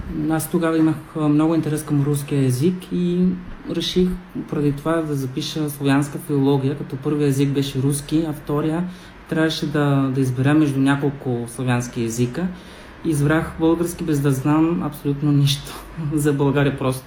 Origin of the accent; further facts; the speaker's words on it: Cádiz, Andalusia, Spain; now in Sofia, Bulgaria; аз съм от южната част на Испания, което е още по-различно. Андалусия, където е Севилия, Кадис, аз съм родом от Кадис.